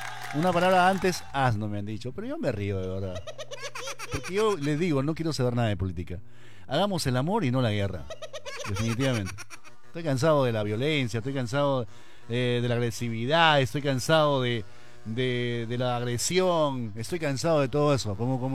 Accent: Peru; Hay que participar como peruanos de lo que estamos viviendo ahora.

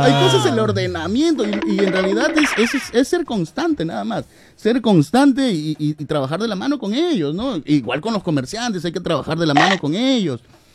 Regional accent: Piura, Peru; Soy un piurano como tú

